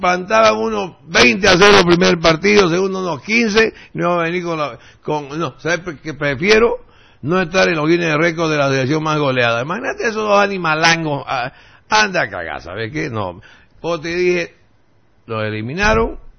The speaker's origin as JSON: {"language": "Spanish", "region": "Santa Cruz", "country": "Bolivia", "said": "Soy regionalista porque quiero a mi región, y siempre lo he dicho. Mi patria es Santa Cruz, pero soy boliviano."}